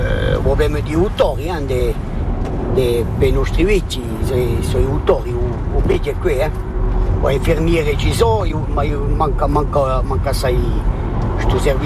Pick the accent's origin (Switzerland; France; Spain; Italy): France; Vezzani, Corsica; Io sono mica qui, io sono di Vezzani e quando posso collo, eh.